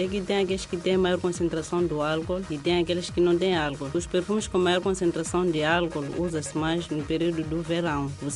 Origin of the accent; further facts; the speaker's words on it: Manjacaze, Gaza, Mozambique; Sou natural de Manjacaze, sou professora também há 10 anos.